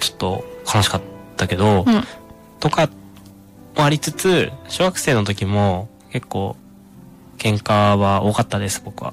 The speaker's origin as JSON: {"language": "Japanese", "region": "Osaka", "country": "Japan", "tie": "born or raised there", "moved": "yes", "lives_now": "Tokyo, Japan", "said": "僕大阪出身で、で東京に来て、"}